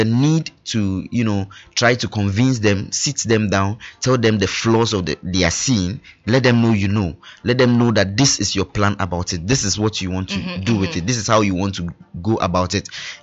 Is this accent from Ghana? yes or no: yes; Ghana; I'm a Ghanaian.